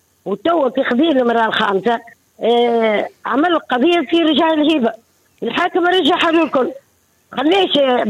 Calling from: Sousse, Sousse Governorate, Tunisia

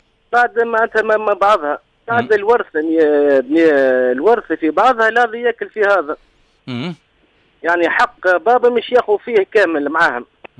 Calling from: Tunis, Tunis Governorate, Tunisia; انا من تونس.

